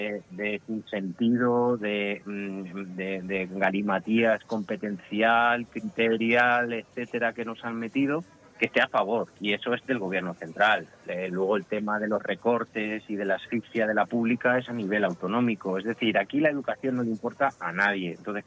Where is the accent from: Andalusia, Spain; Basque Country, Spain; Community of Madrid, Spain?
Community of Madrid, Spain; Leganés; soy de Leganés